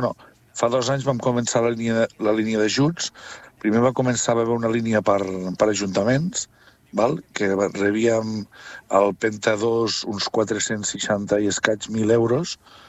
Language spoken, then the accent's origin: Catalan; Catalonia, Spain; els municipis de la part lleidatana, que som els del Segrià, de la part sud del Segrià